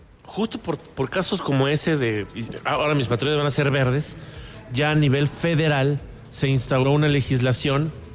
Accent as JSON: {"language": "Spanish", "town": "Ezequiel Montes", "region": "Querétaro", "country": "Mexico", "tie": "born or raised there", "said": "allá en mi pueblo, en Ezequiel Montes."}